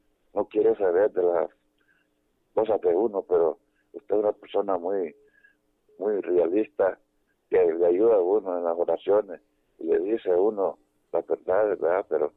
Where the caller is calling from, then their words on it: Francisco Morazán, Honduras; aquí de ….